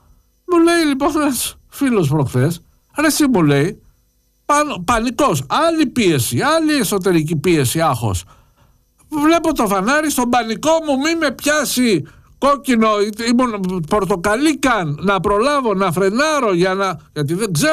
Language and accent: Greek; Ionian Islands, Greece